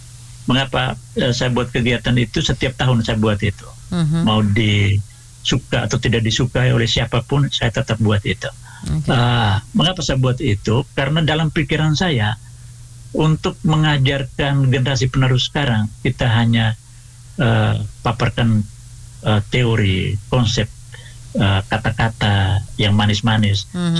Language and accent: Indonesian; Flores, East Nusa Tenggara, Indonesia; kami orang Flores